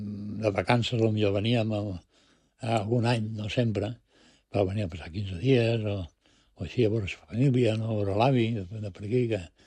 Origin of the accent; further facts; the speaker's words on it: Balearic Islands, Spain; also born or lived in Madrid; perquè vaig arribar a Menorca que tenia 10 anys. I en tenc 73, ja em diràs tu, si no som menorquí, no sé què som.